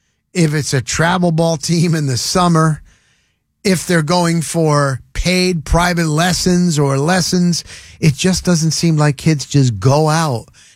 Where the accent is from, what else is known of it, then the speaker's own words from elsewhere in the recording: New Jersey, United States; Believe it or not, even though I'm originally from Jersey, I had never been to Long Beach Island.